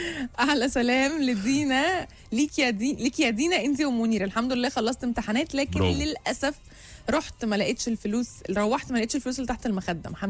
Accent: Alexandria, Alexandria Governorate, Egypt; مساء الخير، … من اسكندريه.

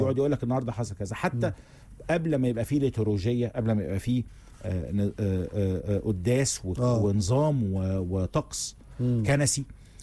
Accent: Egypt

